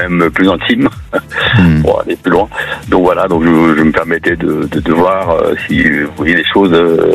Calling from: Normandy, France; J'appelle de proche, près de Rouen.

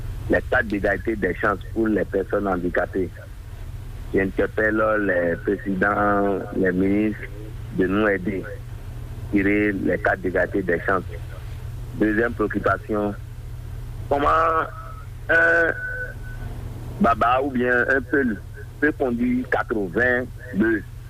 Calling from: Benin; depuis Gakoué.

